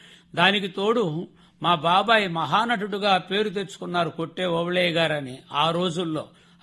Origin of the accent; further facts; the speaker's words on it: Jangareddipalem, Andhra Pradesh, India; మాది ప్రకాశం జిల్లా లింగసముద్రం మండలం జంగారెడ్డిపాలెం అనే గ్రామం అండి. మార్చి 1వ తారీఖు 1951లో జన్మించాను.